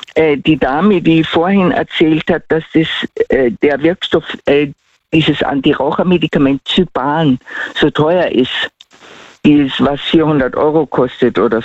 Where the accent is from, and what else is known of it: Tyrol, Austria; accent: Tyrolean